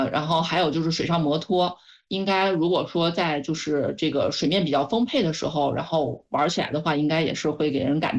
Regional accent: Shijiazhuang, Hebei, China; 我们石家庄人的城市后花园。

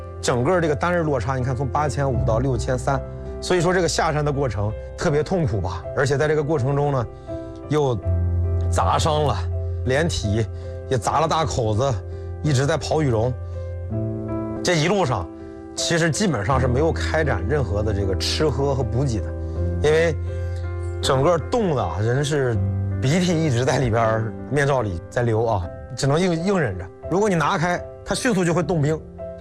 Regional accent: Shijiazhuang, Hebei, China; 想到我的家乡啊，石家庄，想到这些好吃的，其实是这些支撑我回来的。

